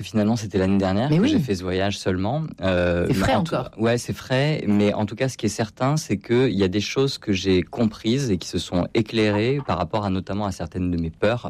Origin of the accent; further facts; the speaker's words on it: Hyères, Provence-Alpes-Côte d'Azur, France; Moi je suis originaire de Hyères, j'ai grandi à Hyères, donc tout ce qui est reconnexion à mon enfance, ça aurait pu être Hyères, ouais.